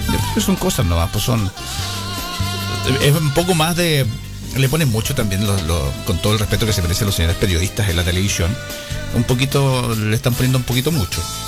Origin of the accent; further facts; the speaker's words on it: Chile; Si nosotros somos gente de paz, gente de bien, los chilenos